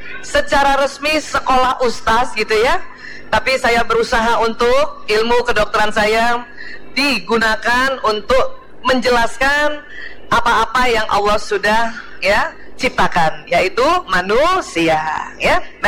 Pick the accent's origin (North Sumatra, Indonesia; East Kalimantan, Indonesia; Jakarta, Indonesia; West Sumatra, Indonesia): Jakarta, Indonesia; born there; Saya lahir di Jakarta 17 Desember tahun 1968. Usia saya sekarang 51 tahun, alhamdulillah. Anak kedua dari 5 bersaudara.